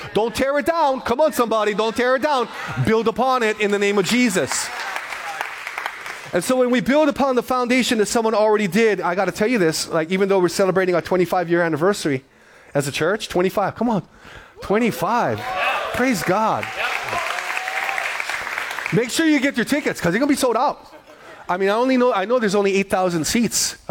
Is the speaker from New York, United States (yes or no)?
no; Honolulu, Hawaii, United States; So we grew up in Kalihi. We lived in Kalihi.